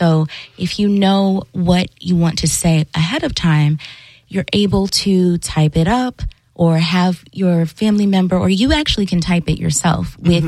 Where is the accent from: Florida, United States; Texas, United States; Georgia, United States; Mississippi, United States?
Florida, United States; Orlando; I'm from West Orlando, and when I was looking it up, there's actually a nationally certified ALS center at Orlando Health.